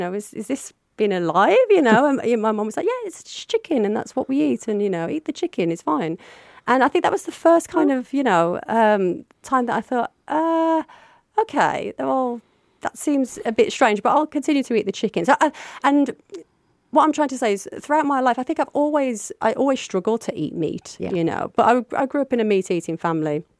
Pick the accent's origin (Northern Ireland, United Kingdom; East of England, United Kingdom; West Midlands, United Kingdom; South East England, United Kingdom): West Midlands, United Kingdom; Willenhall; moved away as an adult; also born or lived in London; I'm from Willenhall originally, you know, little old Willenhall. I moved away to London at 18 and moved back up here in 2014.